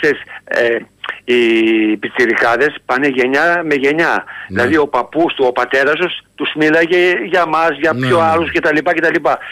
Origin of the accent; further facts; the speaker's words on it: Elassona, Thessaly, Greece; Εγώ είμαι από Ελασσόνα, πιο πάνω από την Λάρισα.